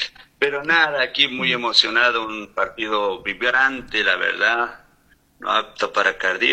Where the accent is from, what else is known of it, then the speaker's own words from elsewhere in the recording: Argentina; hermanados como buenos argentinos que somos